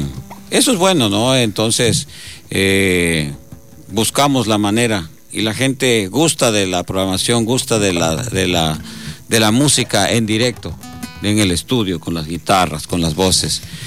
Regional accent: Loja, Ecuador; now in Nueva Loja, Ecuador; como decimos los lujanos, ¿no?

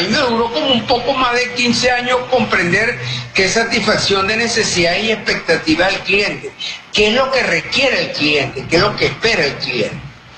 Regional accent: Venezuela

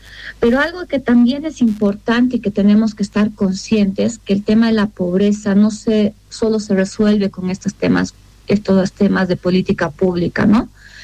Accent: Bolivia; funcionamos como bolivianos

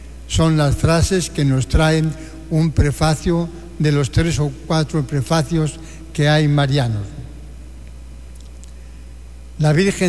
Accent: Venezuela

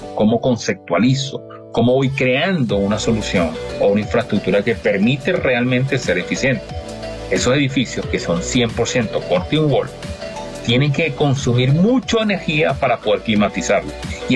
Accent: Barquisimeto, Lara, Venezuela; also born or lived in Spain; now in Caracas, Venezuela; yo soy del interior, o sea, mi familia es toda de Barquisimeto, yo soy de Barquisimeto, vivo en Caracas hace muchos años

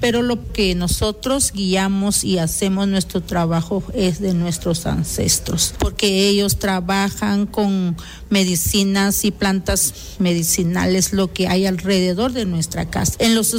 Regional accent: Alta Verapaz, Guatemala; first language Q'eqchi'; Spanish is a second language; soy de Alta Verapaz y mi idioma es Quechí.

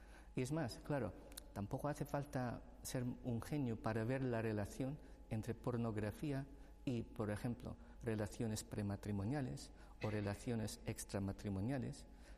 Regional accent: Philippines; Spanish is a second language; perdonad mi acento, porque el castellano no es mi lengua materna, ¿no?

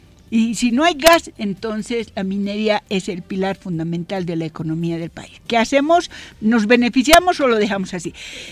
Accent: Potosí, Bolivia; nuestro departamento de Potosí

